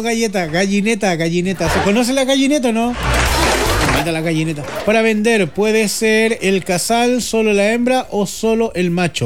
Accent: Gorbea, Araucanía, Chile; Yo soy de Gorbea

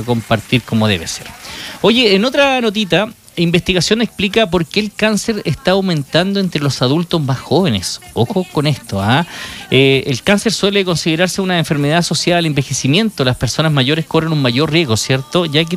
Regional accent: Chile

